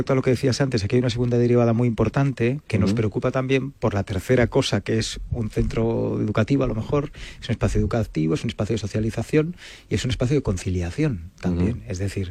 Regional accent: Galicia, Spain; yo por ejemplo soy gallego, y entonces es difícil allí que no haya un techo

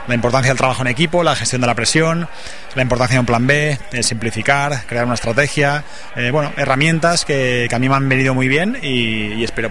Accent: Asturias, Spain; Yo que vengo de Asturias, ahí pues bueno, hay muchas empresas también de turismo, empresas de rafting, de descenso en canoas de plástico ahí en el Sella, ¿no?

